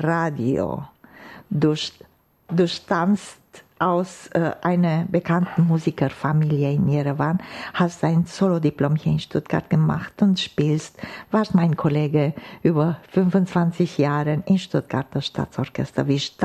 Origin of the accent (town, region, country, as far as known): Romania